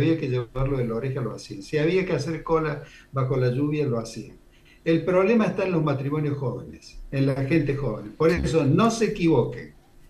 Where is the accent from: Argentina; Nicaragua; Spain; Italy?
Argentina; nosotros somos del interior?